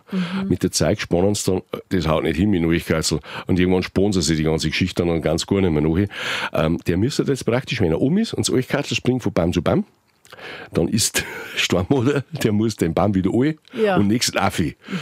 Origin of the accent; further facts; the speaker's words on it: Bavaria, Germany; Nein, wir haben ja nicht Weitler, wir kommen aus dem Wald.